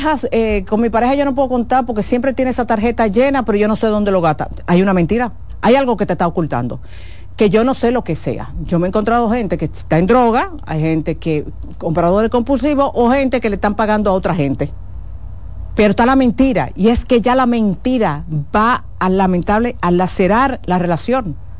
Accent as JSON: {"language": "Spanish", "country": "Dominican Republic", "said": "los dominicanos engañamos mucho."}